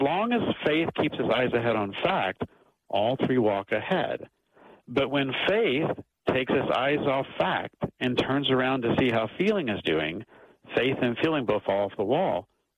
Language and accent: English; Texas, United States; I'm from Texas, right? We have these Texas wild red ants.